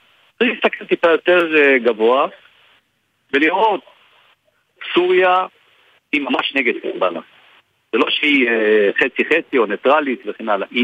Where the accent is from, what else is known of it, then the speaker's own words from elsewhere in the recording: Northern District, Israel; אני גדלתי בצפון דרך כלל, אני נולדתי במושב בליעזר וגדלתי והתחנכתי שם.